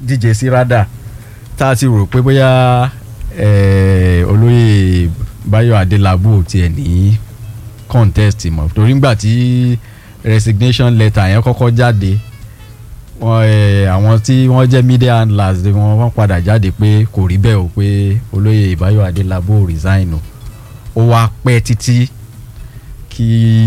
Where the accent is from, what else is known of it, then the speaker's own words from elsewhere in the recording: Ibadan, Oyo, Nigeria; kini mo je omo Ibadan mo mi de ki wa nje mi o kin so omo Ibadan lasan lasan